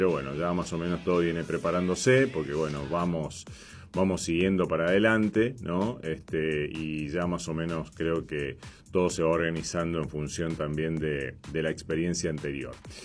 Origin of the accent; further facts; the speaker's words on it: Argentina; haya cosas que se escriban y que se digan en la Argentina porque somos argentinos